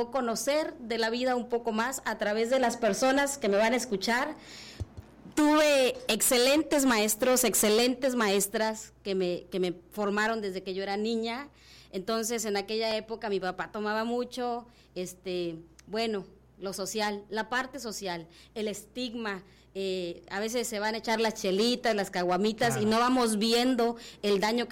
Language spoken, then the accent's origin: Spanish; Champotón, Campeche, Mexico; Yo soy originaria de Reforma Agraria, Champotón, Campeche.